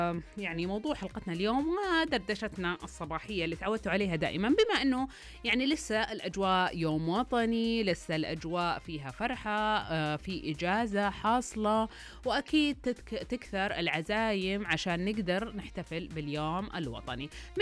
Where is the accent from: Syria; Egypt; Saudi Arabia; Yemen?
Saudi Arabia; Riyadh, Riyadh Province; also born or lived in Eastern Province; انا يعني من الشرقيه ولكن انا اسوي الابيض لاني يعني يمكن لانه نشات في الرياض.